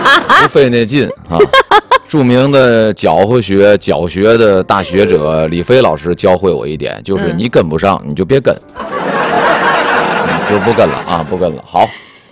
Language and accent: Chinese; Tianjin, China; 咱们作为天津人，只要您开的车牌是金打头